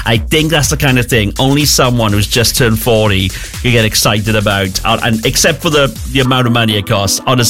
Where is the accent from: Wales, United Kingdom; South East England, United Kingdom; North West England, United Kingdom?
Wales, United Kingdom; I mean, I should just tell people it was like a rugby thing. You know, they'd buy it. I'm Welsh.